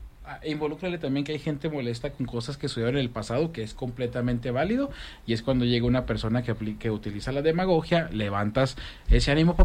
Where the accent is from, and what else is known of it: Mexico City, Mexico